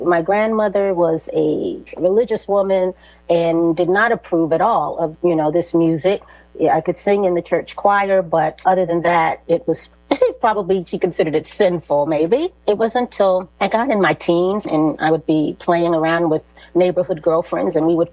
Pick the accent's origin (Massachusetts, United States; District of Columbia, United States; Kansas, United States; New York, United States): District of Columbia, United States; Washington; Well, I grew up, I'm from Washington, D.C., and I still live here.